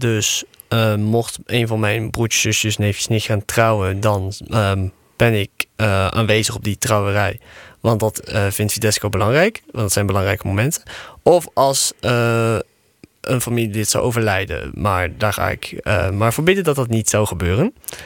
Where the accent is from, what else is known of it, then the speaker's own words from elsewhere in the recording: Netherlands; Dus als ik daar zeg, ik ben Nederlander, zeg ik Mimini Mholanzi.